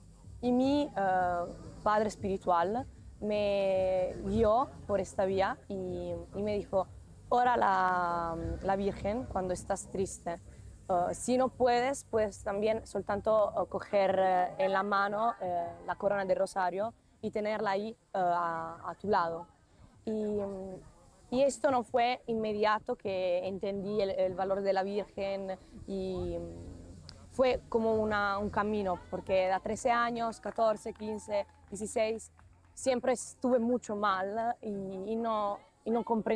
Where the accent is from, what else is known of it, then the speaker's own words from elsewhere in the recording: Italy; Spanish is a second language; now in Bosnia and Herzegovina; tengo 20 años. Soy de Italia y estoy aquí en Medjugorje por la segunda vez